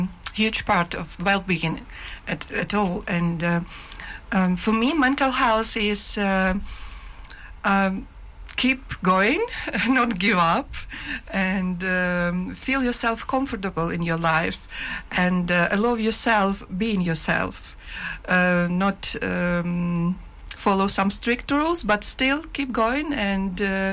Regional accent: Ukraine; I'm from Ukraine and I'm a mother of 2 boys.

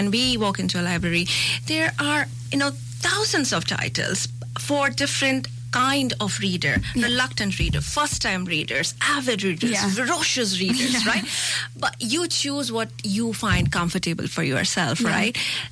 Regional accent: India

